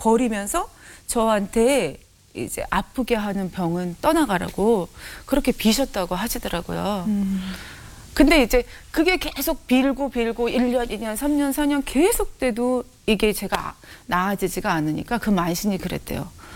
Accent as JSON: {"language": "Korean", "town": "Ganghwa", "region": "Incheon", "country": "South Korea", "tie": "born or raised there", "said": "저는 강화에서 태어났어요."}